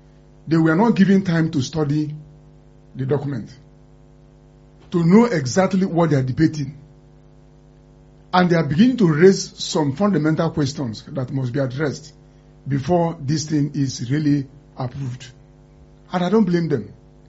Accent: Nigeria; I'm a Nigerian. I've lived here for too long

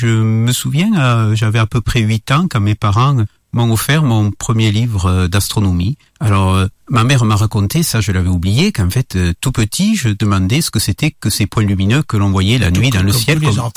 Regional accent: Southern France, France; accent: southern French; à Montpellier, dans le sud de la France, comme peut-être nos auditeurs l'ont remarqué, vu mon accent.

